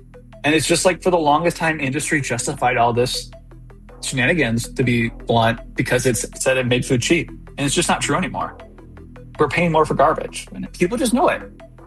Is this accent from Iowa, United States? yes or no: yes; Iowa, United States; I think about that with Iowa. Like, I'm from Iowa.